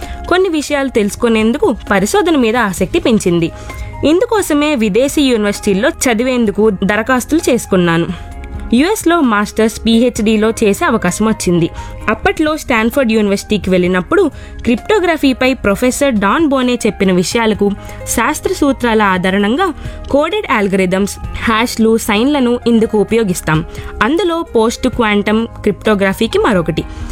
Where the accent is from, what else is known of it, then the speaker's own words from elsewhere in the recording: Pune, Maharashtra, India; మాది పూణే, మధ్యతరగతి కుటుంబం.